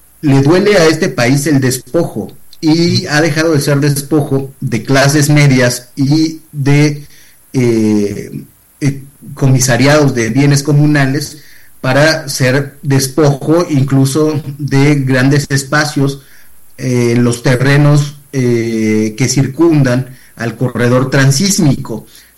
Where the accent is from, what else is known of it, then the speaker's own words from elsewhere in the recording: Mexico City, Mexico; born there; also born or lived in Oaxaca; nací en Iztapalapa. Entonces decían que no soy suficientemente oaxaqueño